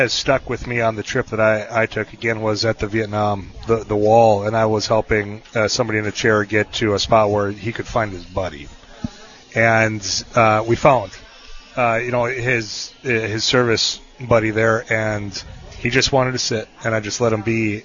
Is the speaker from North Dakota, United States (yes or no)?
yes; Leeds, North Dakota, United States; I'm from Leeds, North Dakota